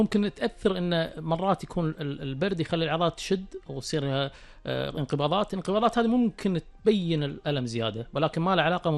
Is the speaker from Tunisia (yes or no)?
no; Kuwait; احنا عندنا بالكويت